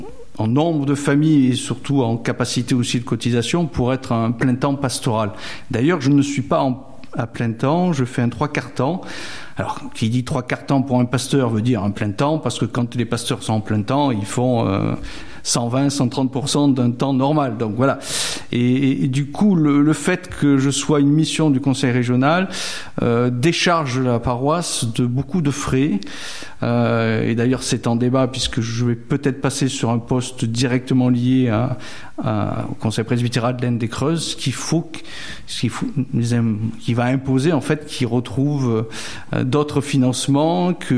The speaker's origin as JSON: {"language": "French", "region": "Provence-Alpes-Côte d'Azur", "country": "France", "lives_now": "Centre, France", "said": "je suis du Midi. Voilà, alors on est ici en terre d'oc, puisqu'on est au nord du Limousin, mais on est en terre d'oc, et je viens de Provence. Mon père était languedocien, ma mère corse."}